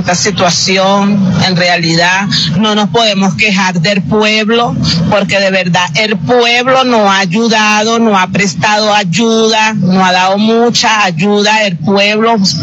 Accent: Caracas, Capital District, Venezuela; Sí, del propio Caracas.

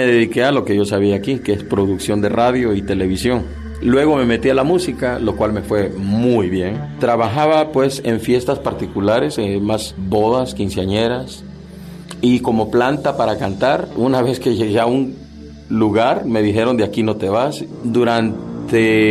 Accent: San Pedro Sula, Cortés, Honduras; moved away as an adult; also born or lived in Utah, United States; Me crié hasta la edad de los 28 años, que viví aquí en Honduras, en San Pedro Sula. Luego me fui para el estado de Utah, en Estados Unidos, hasta que regresé a mi patria.

